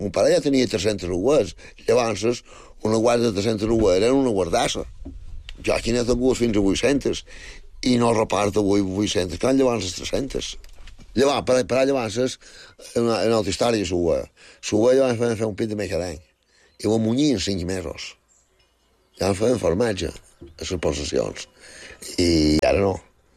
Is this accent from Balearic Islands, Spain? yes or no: yes; Felanitx, Balearic Islands, Spain; born there; Sí. Bueno, vaig néixer a Falenits, a Sant Triau, en el barri de Sant Maixida.